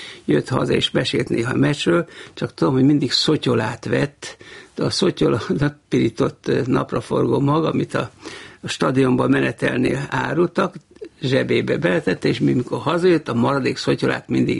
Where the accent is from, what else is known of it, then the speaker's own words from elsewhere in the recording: Nyíregyháza, Szabolcs-Szatmár-Bereg, Hungary; also born or lived in Kondoros; én Kondroson születtem még, két nővéremmel együtt. Öcsém, aki 10 éve fiatalabb, az már Nyíregyházán született. 2 éves koromban, tehát 40-ben áthelyeztek vitték édesapámat Nyíregyháza